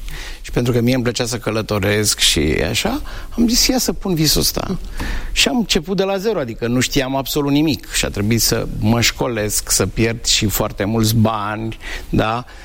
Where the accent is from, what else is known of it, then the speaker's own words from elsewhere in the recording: Bucharest, Romania; also born or lived in Buzău County; Doar m-am născut, pentru că la 2 ani deja eram în București. Păstrez o amintire deosebită și